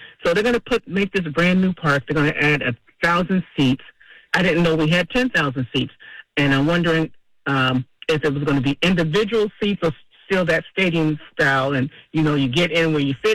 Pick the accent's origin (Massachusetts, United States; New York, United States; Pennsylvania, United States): Massachusetts, United States; Boston; I grew up all over Boston. Started out in Roxbury, then in South End, then over Huntington Avenue, Castlegate